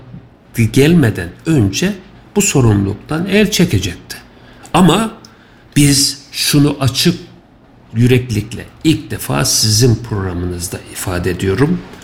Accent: Kayseri, Turkey; Bir Kayserili olarak üzüldük.

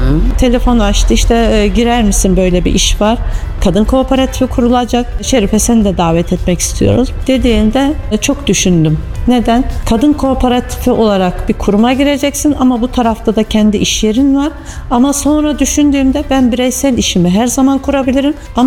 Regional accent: Ağırnas, Kayseri, Turkey; Ağırnaslıyım, doğma büyüme. Ağırnas'ın kızı ve geliniyim şu anda.

